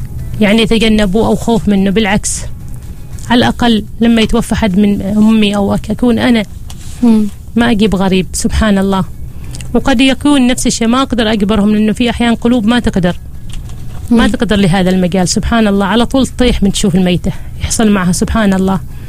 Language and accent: Arabic; Oman; عندنا احنا كعادات عمانية